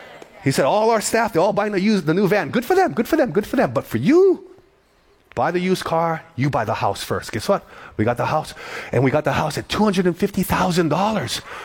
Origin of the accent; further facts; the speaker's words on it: Kalihi, Hawaii, United States; So we grew up in Kalihi. We lived in Kalihi.